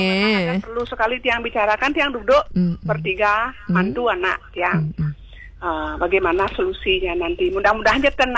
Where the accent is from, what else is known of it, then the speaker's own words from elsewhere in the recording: Bali, Indonesia; Kalau kita anak Bali, orang umat Hindu, beda caranya memohon.